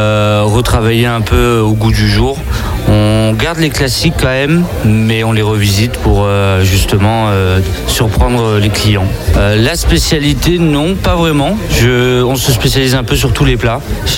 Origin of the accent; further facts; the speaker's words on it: Spain; now in Montpellier, France; Je suis originaire d'Espagne.